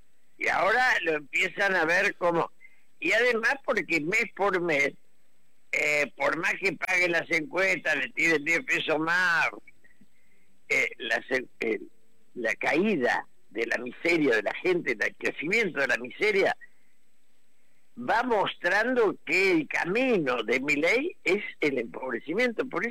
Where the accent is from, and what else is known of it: Argentina